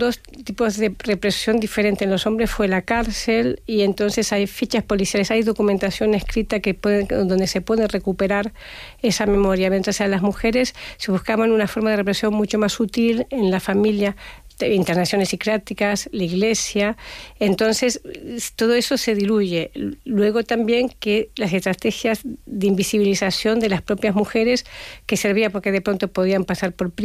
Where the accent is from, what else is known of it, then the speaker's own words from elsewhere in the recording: Argentina; y yo he vivido, yo soy argentina, en Argentina, de los años 80 o 70